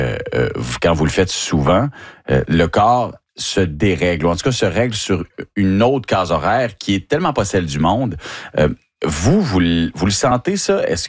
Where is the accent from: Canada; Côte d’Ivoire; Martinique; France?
Canada; Quebec; Ben oui, parce que on est des vrais. Quand on vient du Saguenay-Lac-Saint-Jean, ben oui, c'est vrai